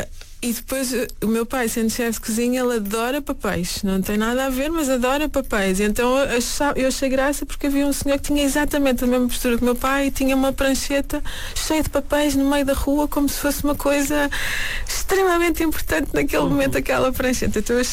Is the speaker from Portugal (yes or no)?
yes; Lisbon, Portugal; born there; Sim, eu nasci em Lisboa.